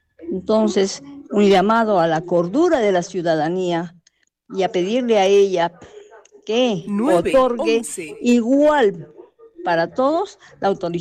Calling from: Arequipa, Peru; las personas que somos de Arequipa, los que vivimos en Arequipa

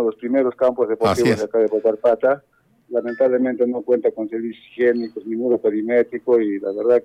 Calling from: Peru

